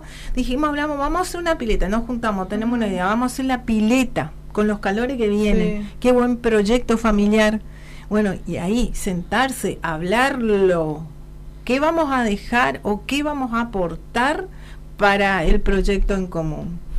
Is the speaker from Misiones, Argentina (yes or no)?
yes; Puerto Rico, Misiones, Argentina; quiero recordar mi pueblo, Puerto Rico. Nosotros nos pagábamos los gastos en el secundario. Yo barrí las calles en el pueblo